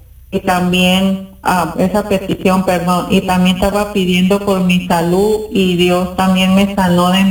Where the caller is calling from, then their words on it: North Shore, California, United States; Estoy hablando de North Shore, California.